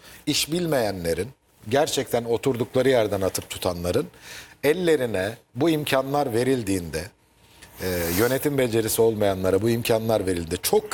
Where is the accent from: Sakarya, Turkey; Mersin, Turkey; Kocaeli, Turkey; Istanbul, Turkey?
Sakarya, Turkey; şimdi Sakarya benim şehrim